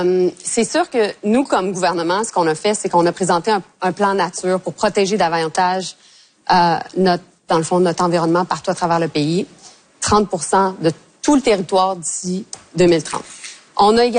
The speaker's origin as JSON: {"language": "French", "town": "Montreal", "region": "Quebec", "country": "Canada", "said": "Moi, je suis montréalaise, là."}